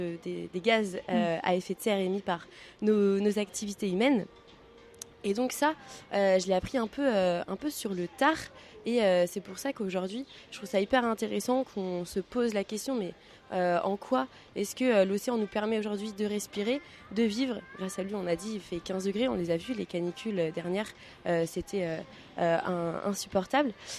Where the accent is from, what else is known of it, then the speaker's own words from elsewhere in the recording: La Tranche-sur-Mer, Pays de la Loire, France; j'ai grandi à la Tranche-sur-Mer, à 500 mètres de la plage.